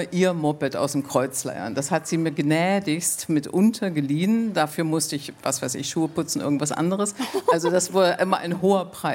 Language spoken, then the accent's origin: German; Wolfen, Saxony-Anhalt, Germany; in Dessau, das ist ungefähr 20 Kilometer von meinem Heimatort entfernt, Wolfen.